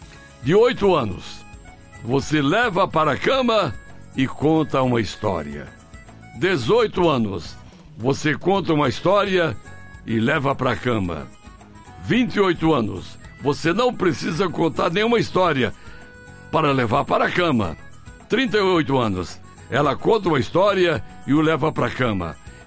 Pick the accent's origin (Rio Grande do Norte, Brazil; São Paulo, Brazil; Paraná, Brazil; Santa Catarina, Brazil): Rio Grande do Norte, Brazil; Natal; Ah, rapaz, quando era garoto, em Natal, lembra-se, eita, mundo velho sem porteira, até hoje, né?